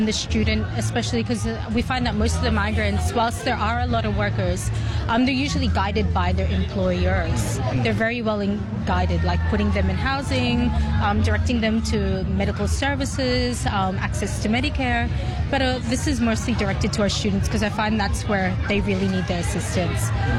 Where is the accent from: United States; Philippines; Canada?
Philippines; now in Queensland, Australia; as a Filipino living in Australia.